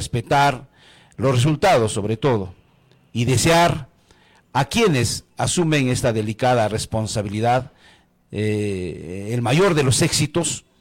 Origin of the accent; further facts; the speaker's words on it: Coracora, Ayacucho, Peru; a mi pueblo, a nuestra tierra, Parinacochas, Coracora